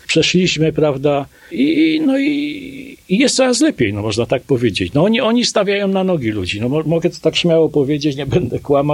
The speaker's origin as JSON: {"language": "Polish", "town": "Zawiercie", "region": "Silesian Voivodeship", "country": "Poland", "said": "jestem osobą niepełnosprawną, jestem beneficjentem Fundacji Poland Business Run. Przyjechałem do Krakowa z Zawiercia."}